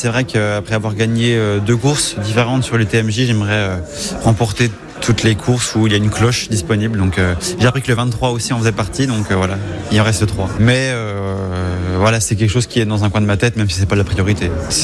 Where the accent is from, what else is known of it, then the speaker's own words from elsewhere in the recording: Bourgogne-Franche-Comté, France; je viens d'ici, je viens du Jura, maintenant j'habite au Rousse, donc c'est à côté.